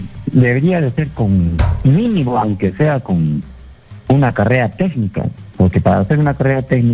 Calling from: Puno, Peru

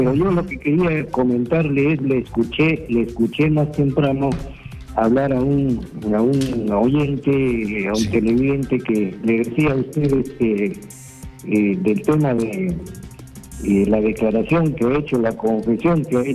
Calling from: Iquitos, Loreto, Peru; Buenos días, le hablo desde Iquitos.

